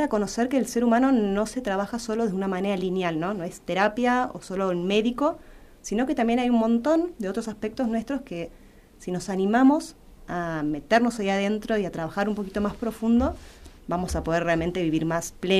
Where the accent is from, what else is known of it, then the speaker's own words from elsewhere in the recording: Buenos Aires, Argentina; now in Gobernador Virasoro, Argentina; ¿sí? Soy psicóloga, estudié psicología, soy de Buenos Aires.